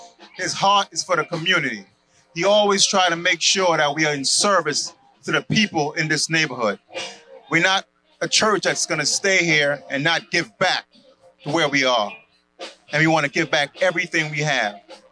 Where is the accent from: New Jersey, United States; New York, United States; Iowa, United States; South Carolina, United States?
New York, United States; moved away; New York, the Bronx.